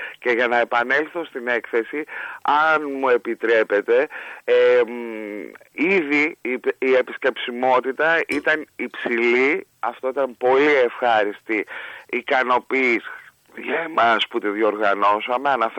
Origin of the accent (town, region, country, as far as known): Drama, East Macedonia and Thrace, Greece